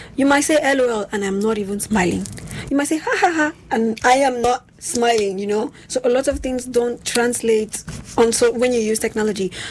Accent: Nigeria; especially because I'm from Nigeria, so lots of my friends are long distance.

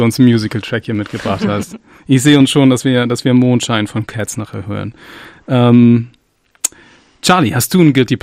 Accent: Northern Germany, Germany; Aber ich bin halt in Norddeutschland groß geworden und die Leute, die Musik gemacht haben, die hängen da halt auf dem Land ab, also in den Ortschaften, in denen ich groß geworden bin.

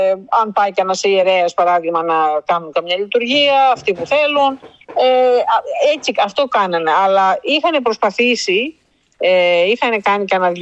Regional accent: Greece; moved away; Έλεγε ότι είμαι Ελληνίδα

